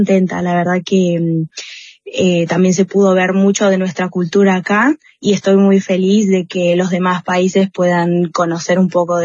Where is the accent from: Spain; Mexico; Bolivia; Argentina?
Argentina; Córdoba; now in United States; papá es de Guinea Ecuatorial, que es un país en África. Mi mamá es de Córdoba. Yo nací y crecí en Córdoba.